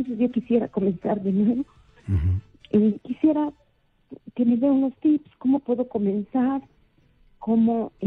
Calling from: Bambamarca, Cajamarca, Peru; Estoy llamando desde Cajamarca.

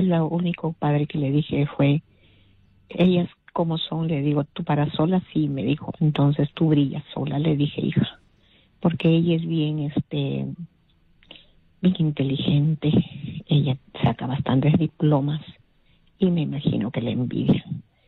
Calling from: Lima, Peru

